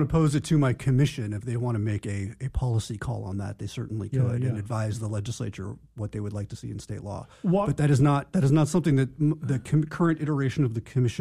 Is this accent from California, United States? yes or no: no; Oregon, United States; born there; I was born in Oregon.